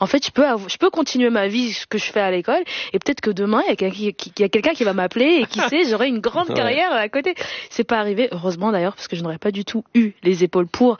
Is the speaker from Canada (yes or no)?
no; Flanders, Belgium; Moi, j'ai grandi en Flandre, donc j'ai participé à la version francophone.